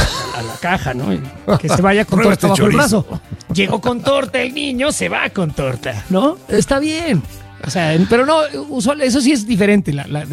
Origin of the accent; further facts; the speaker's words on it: Mexico; Porque porque somos mexicanos.